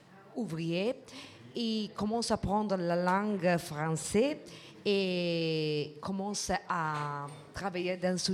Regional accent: Italy; French is a second language; Alors, je ne parle pas trop bien le français, excusez-moi, je suis italienne.

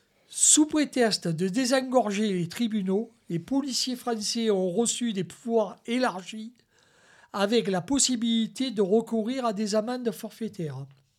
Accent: Marseille, Provence-Alpes-Côte d'Azur, France; accent: English accent of the northern districts of Marseille; pardonnez mon accent anglais des quartiers nord de Marseille

